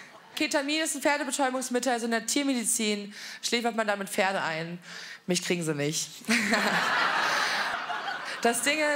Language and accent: German; Berlin, Germany; ich komme offensichtlich aus Berlin, aber ich trinke seit 7 Jahren keinen